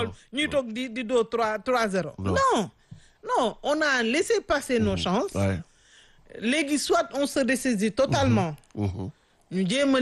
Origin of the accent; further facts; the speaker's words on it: Senegal; parce que je suis Sénégalaise, on n'a pas de son ADN, perte.